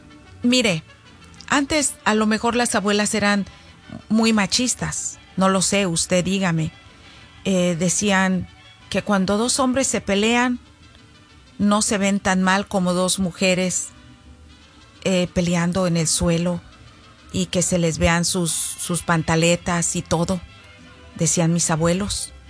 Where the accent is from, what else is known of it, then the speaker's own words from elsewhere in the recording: Zacualco de Torres, Jalisco, Mexico; now in United States; mi pueblo, Zacualco de Torres, Jalisco, que saludo con mucho gusto.